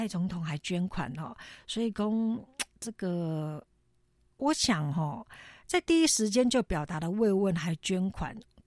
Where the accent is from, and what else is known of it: Taiwan